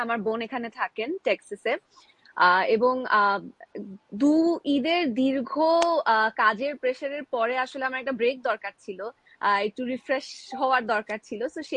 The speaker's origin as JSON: {"language": "Bangla", "town": "Dhaka", "region": "Dhaka Division", "country": "Bangladesh", "tie": "born or raised there", "also_born_or_lived": "Patiya, Chittagong", "said": "তো আমার যখন 40 দিন বয়স, তখন আমার আব্বু আম্মু, মানে আমি চিটং থেকে ঢাকায় মুভ করি 40 দিন বয়সে। তো এরপরে আসলে ঢাকাতেই থাকা হয়, চিটং এ যাওয়া হয়েছে ঈদের সময়, কারণ আমার দাদার বাড়ি, নানা বাড়ি সব চিটাগং এ।"}